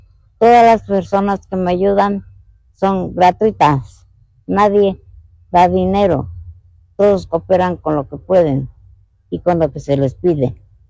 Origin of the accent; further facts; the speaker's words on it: Huamantla, Tlaxcala, Mexico; moved away; Yo soy de Huamantla. Ahí hacen las alfombras toda la ciudad.